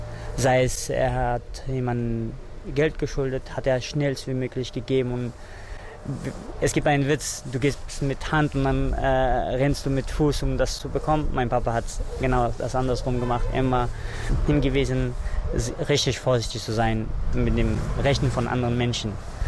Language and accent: German; Afghanistan; Ich komme aus Afghanistan.